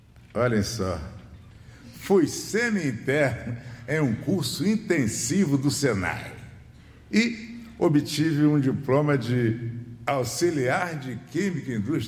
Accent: Duas Barras, Rio de Janeiro, Brazil; born there; lá no meu off-rio, em Duas Barras, na fazenda onde meus pais foram lavradores. Eles puxaram lá a enxada. E eu comprei a casa onde eu nasci, a fazendinha, e transformei em um instituto cultural.

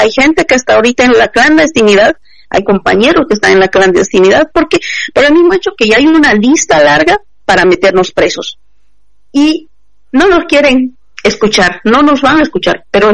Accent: Bolivia; hemos tenido la dignidad de decir somos bolivianos, la dignidad de decir somos mujeres indígenas

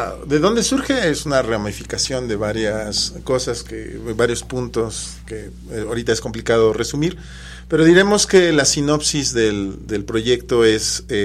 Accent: Puebla, Mexico; yo soy de Puebla, en realidad.

